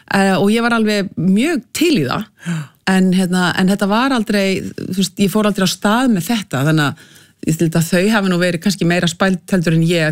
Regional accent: Reykjavík, Capital Region, Iceland; En ég er uppalinn í Reykjavík, skólagangan var hérna í Breiðholtinu, sko.

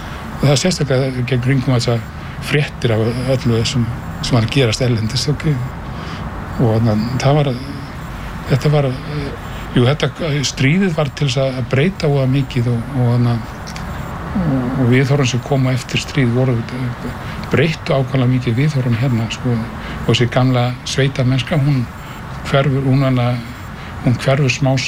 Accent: Reykjavík, Capital Region, Iceland; þetta var svo óskaplega ólíkt þessum smábæ sem maður að alast upp í Reykjavík og manni fannst maður vera bara komin í á miðpunkt heimsins

